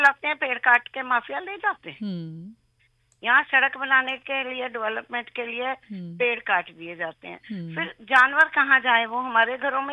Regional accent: Chandigarh, India; मैं चंडीगढ़ की रहने वाली हूँ, हमारे घरों में कभी कोई बेड़े धोता ही नहीं था, झाड़ू दिया साफ हो गए।

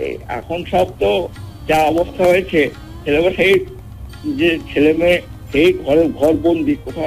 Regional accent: Rourkela, Odisha, India; also born or lived in Krishnanagar, West Bengal; বাবা তো চাকরি করতো সেই শুধু উড়িষ্যা রাউরকেলাতে, সেখানে বড় হওয়া, কিন্তু আমাদের বাড়ি হচ্ছে এই কৃষ্ণনগর, এখানে গরমের ছুটিতে চলে আসতাম গ্রীষ্মের বন্ধে

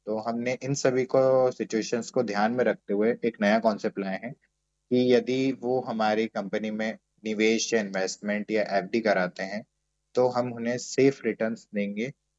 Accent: Khandwa, Madhya Pradesh, India; Khandwa basically मेरा home town भी है

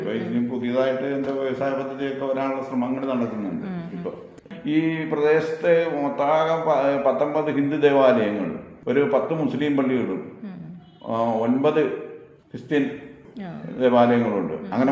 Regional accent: Kanjiramattom, Kerala, India; ഞാൻ കാഞ്ഞിരമറ്റം സ്വദേശിയാണ്.

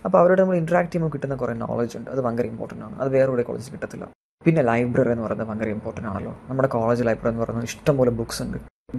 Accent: Neyyattinkara, Kerala, India; ഞാൻ ട്രിവാൻഡ്രം നെയ്യാറ്റിൻകരയിൽ നിന്ന് വരുന്നു.

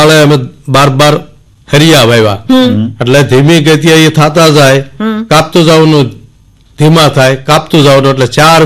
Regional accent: Bhetsuda, Gujarat, India; ભેટોડા ગામમાં, અમારું ગામ ભેટસુડા, એમાં અત્યારે ટોટલ 2200 માણસની વસ્તી હશે. નાનકડું એવું ગામ છે અને ફરતા રોડ થી 2 કિલોમીટર દૂર આવેલું છે.

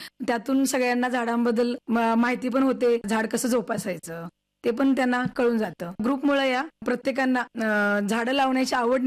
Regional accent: Sangli, Maharashtra, India; moved away as an adult; now in Dharashiv, India; माझं माहेर सांगली आहे आणि सासर धाराशिव जिल्हा आणि लोहारा तालुका आहे.

